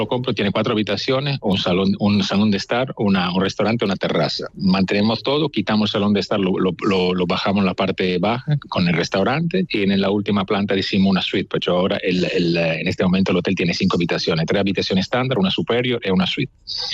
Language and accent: Spanish; Italy; Spanish is a second language; moved away as an adult; now in Spain